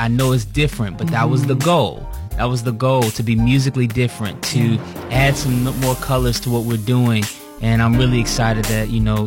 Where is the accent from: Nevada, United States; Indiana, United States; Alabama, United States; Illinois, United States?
Illinois, United States; Chicago; That's my hometown.